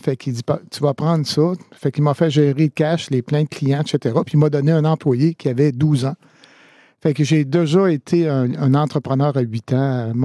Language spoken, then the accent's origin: French; Quebec, Canada; je suis Beauceron, évidemment